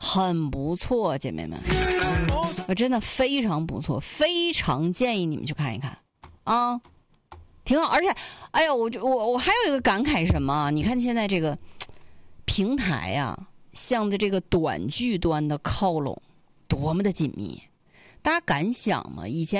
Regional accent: Northeast China, China; 我是东北人，

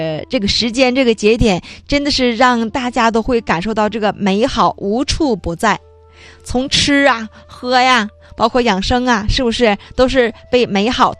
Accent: Jilin, China

